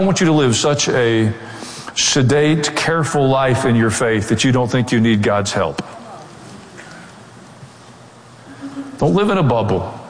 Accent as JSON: {"language": "English", "region": "the South", "country": "United States", "tie": "born or raised there"}